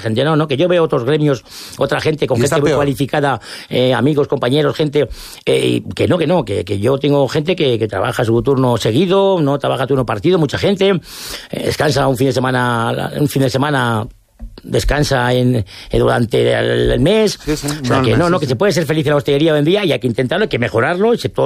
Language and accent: Spanish; Almazán, Castile and León, Spain; yo en mi pueblo que soy de Almazán, cuando estaba en Almazán, si había cinco restaurantes, los cinco teníamos cosas diferentes